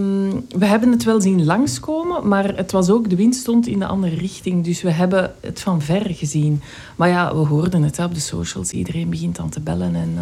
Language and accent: Dutch; Zaventem, Flanders, Belgium; mijn ouders zijn afkomstig van het Leuvense, maar wel heel mijn leven in Zaventem.